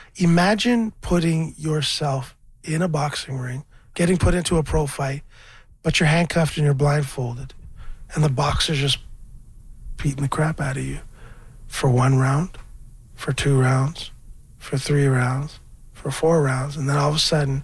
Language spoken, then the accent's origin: English; Scarborough, Ontario, Canada; I'm from Scarborough. I'm a rapper.